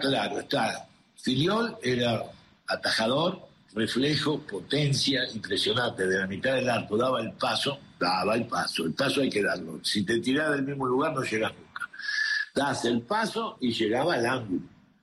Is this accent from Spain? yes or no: no; Mexico; yo lo que estoy pensando es como mexicano, de cómo podemos mejorar.